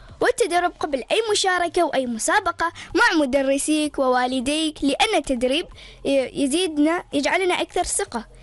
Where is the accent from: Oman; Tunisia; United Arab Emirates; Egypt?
Oman; وطني عمان هو المكان الذي ولدت فيه وكبرت فيه، هو المكان الذي أحلم أن أحقق فيها طموحي.